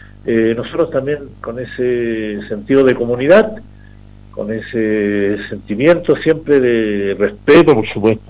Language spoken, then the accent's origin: Spanish; Putre, Arica and Parinacota, Chile; en el pueblo, en mi caso en Putre, por ejemplo, con mi mamita, nací en Avenida Condori Mamani